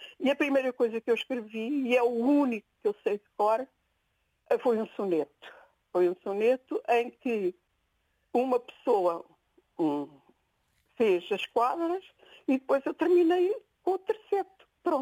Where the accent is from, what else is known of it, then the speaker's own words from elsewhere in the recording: Alentejo, Portugal; moved away as an adult; also born or lived in Lisbon; now in Figueira da Foz, Portugal; eu sou de Lisboa, cresci no Alentejo e depois regressei a Lisboa para trabalhar